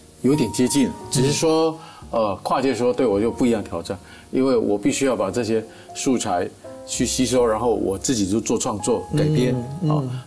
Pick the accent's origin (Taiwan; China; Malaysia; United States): Taiwan; born there; 我还是一个台湾出生的一个华人音乐家